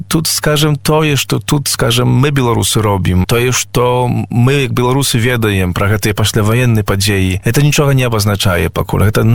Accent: Podlaskie Voivodeship, Poland; ми як білоруси у Польщі, ми як меншість вижили.

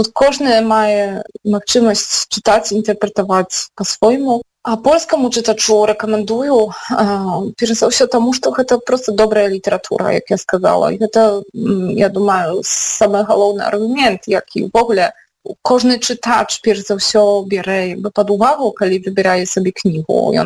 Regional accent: Podlaskie Voivodeship, Poland; Belarusian is a second language; навошта мне вучыцца расійскай мовы, мне патрэбная беларуская. І так гэта проста склалася. Хаця фактычна я родам з Падляша, і напэўна гэта сямейны корані, і Падляша сама па сябе паўплывала на тое, што мне пасля ўжо даволі лёгка даводзілася вучыцца і гаварыць

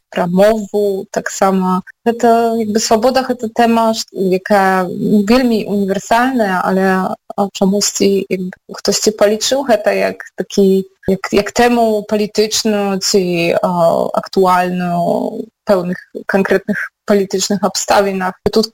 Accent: Podlaskie Voivodeship, Poland; я родом з Подляша, і напевно це сімейні корені, і Подляша саме по собі повпливало на те, що мені після вже доволі легко доводилося вчитися і говорити

